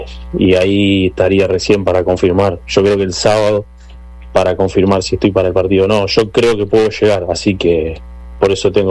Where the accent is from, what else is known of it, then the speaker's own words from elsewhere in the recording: Argentina; moved away; realmente como argentino